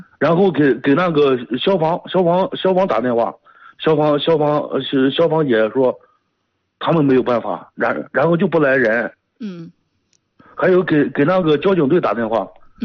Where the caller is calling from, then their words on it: Yuncheng, Shanxi, China; 我是咱那个运城盛会南路金玉家园小区的业主。